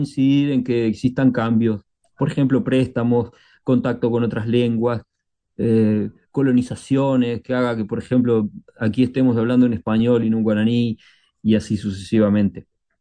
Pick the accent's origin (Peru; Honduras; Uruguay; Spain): Uruguay